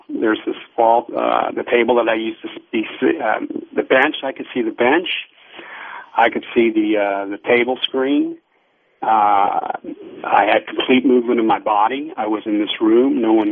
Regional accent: United States; So my bloodline is Italian, but I mean I've been third generation, whatever, second generation. I mean I'm American

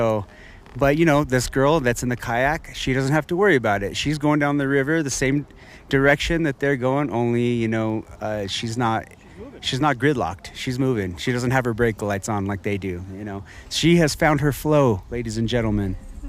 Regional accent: Rifle, Colorado, United States; I am from Rifle, Colorado.

